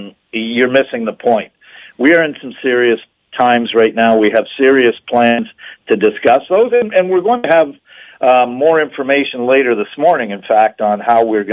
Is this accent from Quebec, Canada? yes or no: no; Windsor, Ontario, Canada; by the Detroit River down by in Dieppe Park, by the looks of it, in my hometown of Windsor.